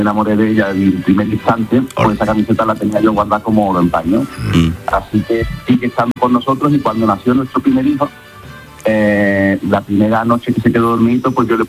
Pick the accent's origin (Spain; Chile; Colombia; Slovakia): Spain; Matalascañas, Andalusia; Yo soy de Latino, de Matalascaña.